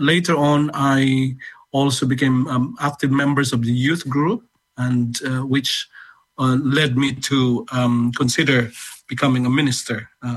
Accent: Philippines; now in Brighton, United Kingdom; Well, growing up in the Philippines in my time, this was about 1970s, 80s, in terms of church life, it's very exciting

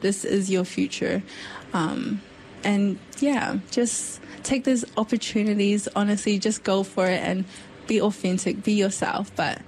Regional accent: New Zealand; born there; I guess as a Kiwi, as someone being born in New Zealand, I'm proud of just being able to be proud of my identity. As a Samoan, that's probably my answer.

